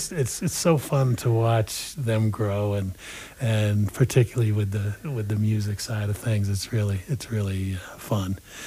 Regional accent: Connecticut, United States; I grew up in Connecticut.

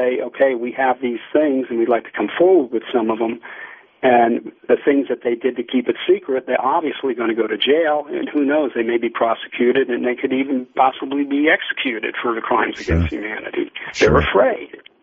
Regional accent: United States; I like to see us be in the forefront, which is America, because I'm an American.

